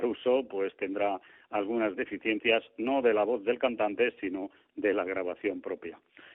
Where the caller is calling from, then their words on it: Petrer, Valencian Community, Spain; de Petré en Alicante.